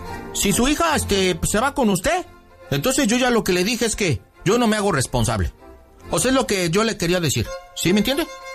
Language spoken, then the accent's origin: Spanish; Xochimilco, Mexico City, Mexico; porque así nací yo, pues yo soy del barrio, acá del Xochimilco.